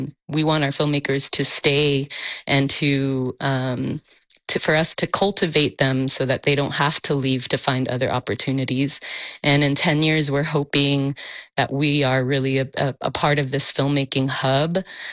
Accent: El Paso, Texas, United States; I grew up in El Paso

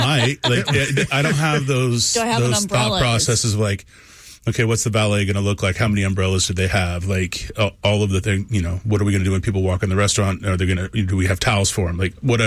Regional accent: Tulsa, Oklahoma, United States; You know, I grew up in Tulsa and was at Tulsa Junior College, and I just didn't click, right?

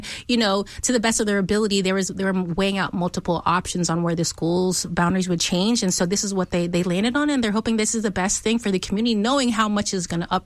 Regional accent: Fort Bend County, Texas, United States; I grew up in Fort Bend County. I went to a Fort Bend school district.

